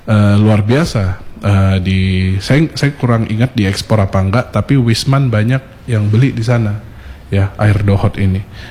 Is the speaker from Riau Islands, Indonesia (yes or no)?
yes; Batam, Riau Islands, Indonesia; saya lahir besar di Batam